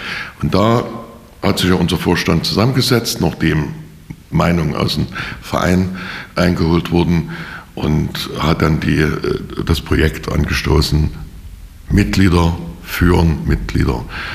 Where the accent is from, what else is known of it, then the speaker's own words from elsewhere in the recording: Leipzig, Saxony, Germany; ich bin geborener Leipziger, bin also seit meinem Windelleben schon Zoobesucher.